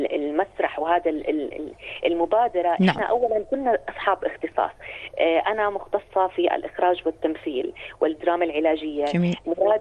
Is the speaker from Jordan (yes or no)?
yes; Jordan; معنا تجربة أردنية حاملينها بقلوبنا حتى نمثل بلدنا الأردن في مصر الحبيبة